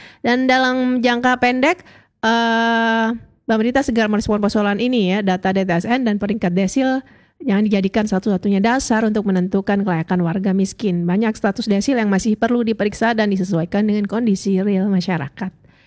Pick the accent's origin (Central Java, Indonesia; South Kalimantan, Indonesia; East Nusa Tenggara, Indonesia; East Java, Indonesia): East Java, Indonesia; Madura; buat kita warga Madura